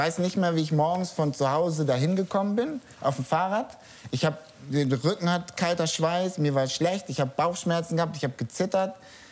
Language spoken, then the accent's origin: German; Hamburg, Germany; Also ich bin Hamburger, da hab ich das nie gebraucht.